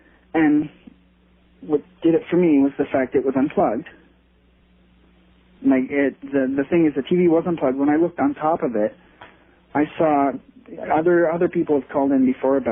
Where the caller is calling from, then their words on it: London, Ontario, Canada; from London, Ontario, Canada.